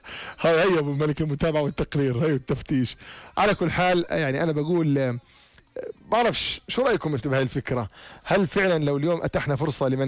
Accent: Jordan; عندنا بالأردن

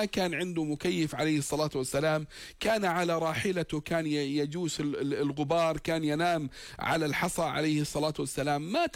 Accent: Ma'an, Ma'an Governorate, Jordan; من مدينة معان، من مدينتي

